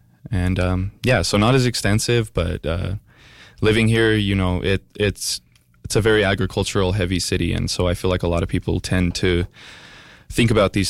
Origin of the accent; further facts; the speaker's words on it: Albuquerque, New Mexico, United States; So I was also born and raised in Albuquerque. Although I lived on the west side for majority of my life.